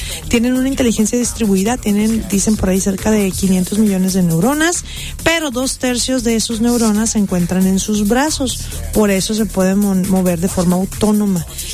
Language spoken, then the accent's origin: Spanish; Mexico; como buena mexicana, como buena godín